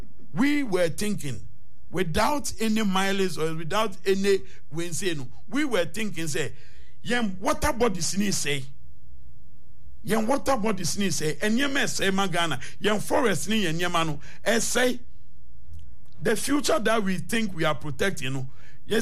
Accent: Ghana; Matisse Mu discussed here as a Ghanaian

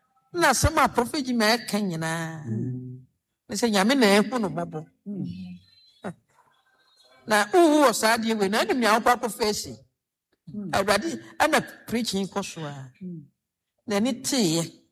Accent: Ghana; I am from Fendra Ghana.

